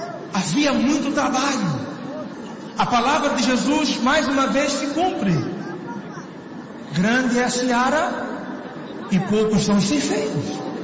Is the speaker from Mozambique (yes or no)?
yes; Mozambique